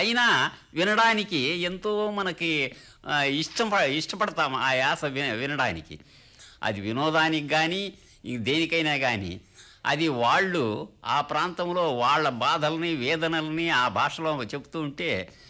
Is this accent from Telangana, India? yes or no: no; Anantapur district, Andhra Pradesh, India; accent: Rayalaseema (Anantapur district dialect); పెనుకొండ తాలూకా మాది, మాది రొద్దం వైపు, రొద్దం మండలం. రొద్దం మండలంలో మాట్లాడే మాండలికమే నేను రాసేది.